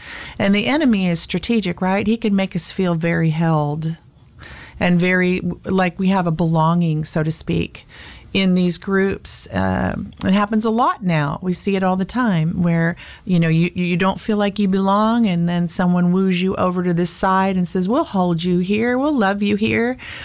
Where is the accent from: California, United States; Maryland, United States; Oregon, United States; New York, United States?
California, United States; San Diego; And then I grew up in San Diego.